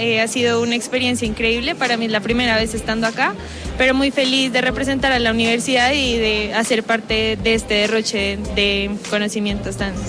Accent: Sibundoy, Putumayo, Colombia; moved away as an adult; also born or lived in Tumaco; now in Bogotá, Colombia; Ella está en Sibundoy Putumayo, que es mi pueblo donde yo vivo.

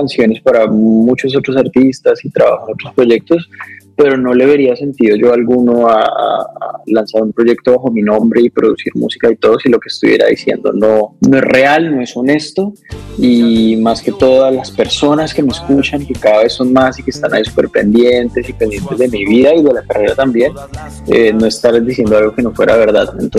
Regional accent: Colombia; moved away as an adult; Yo salí de Colombia buscando crecer mi carrera como compositor también. Igual amo Colombia, estoy volviendo a Colombia todo el tiempo

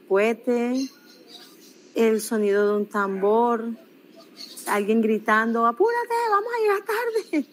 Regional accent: Santa Marta, Magdalena, Colombia; ser taganguera es como el orgullo que yo llevo de mi pueblo. A donde voy yo digo, yo soy taganguera, soy pescadora.

